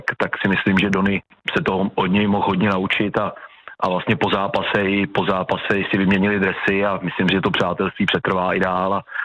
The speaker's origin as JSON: {"language": "Czech", "region": "Prague", "country": "Czechia", "said": "když jsem byl, řeknu, malý, tak jsem původem z Prahy, tak jsem na Spartu s tátou chodil často"}